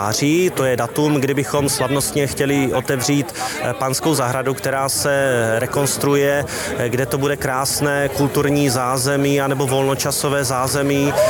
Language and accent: Czech; Uherský Brod, Zlín Region, Czechia; které se každoročně koná nejenom v různých městech, ale také u nás v Uherském Brodě, kdy budeme otvírat různé památky, které město má